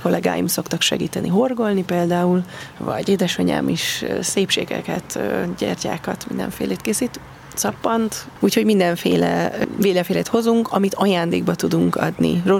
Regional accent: Budapest, Hungary; Májra Remetén nőttem föl

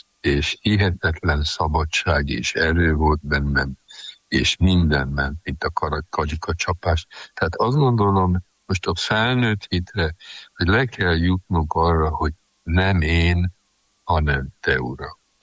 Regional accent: Sopron, Győr-Moson-Sopron, Hungary; hát soproni vagyok

